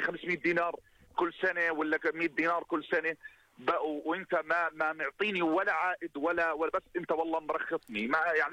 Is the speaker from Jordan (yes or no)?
yes; Jordan; انا شاب اردني مواطن اردني